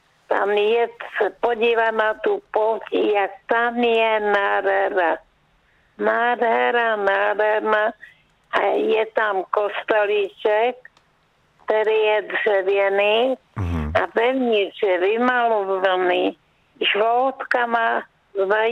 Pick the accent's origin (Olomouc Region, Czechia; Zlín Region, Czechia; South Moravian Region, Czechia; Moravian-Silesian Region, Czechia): Olomouc Region, Czechia; A Váchy, to je moje rodiště, naše se přestěhovali po válce 45. na Jeseníky, tak jsem tam vyrůstala.